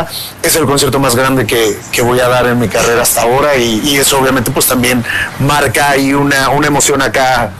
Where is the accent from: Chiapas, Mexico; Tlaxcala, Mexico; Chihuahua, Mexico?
Tlaxcala, Mexico; Huamantla; Pues vengo de Huamantla, o sea, al final como digo, esto no sale del pueblo, pero el pueblo no sale de uno.